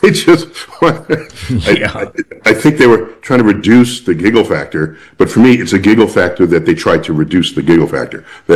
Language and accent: English; New York City, New York, United States; born and raised in New York Cit